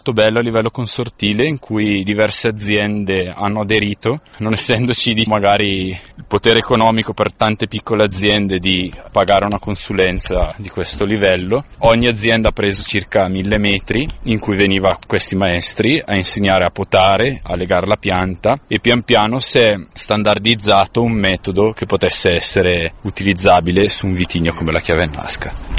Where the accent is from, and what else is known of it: Bergamo, Lombardy, Italy; moved away as an adult; now in Valtellina, Italy